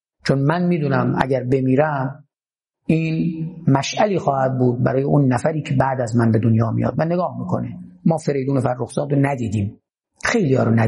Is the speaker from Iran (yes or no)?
yes; Iran